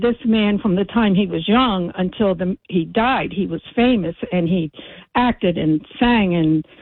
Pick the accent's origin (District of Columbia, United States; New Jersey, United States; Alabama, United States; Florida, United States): New Jersey, United States; Hamilton; now in Myrtle Beach, United States; I'm originally from Hamilton, New Jersey.